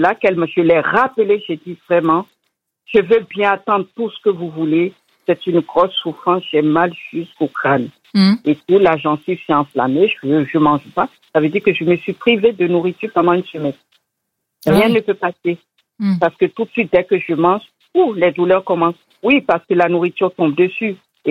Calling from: Orléans, Centre-Val de Loire, France; Je suis orléanaise, je vous appelle actuellement de Lourdes

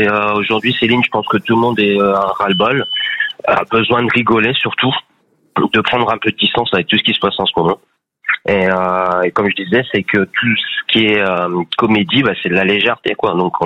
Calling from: Tourcoing, Hauts-de-France, France; Bah, moi, je suis de Tourcoing.

